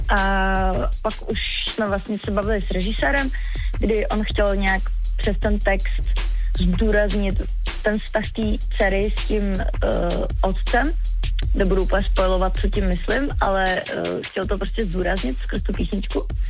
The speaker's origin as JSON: {"language": "Czech", "region": "Prague", "country": "Czechia", "said": "já jsem z Prahy"}